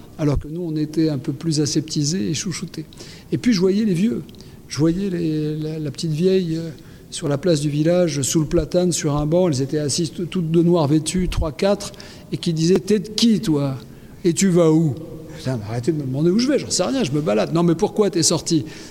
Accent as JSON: {"language": "French", "country": "France", "tie": "born there"}